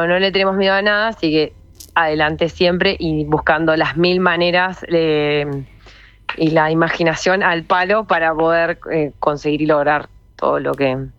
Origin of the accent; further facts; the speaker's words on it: Río Negro, Argentina; Yo soy de Río Negro.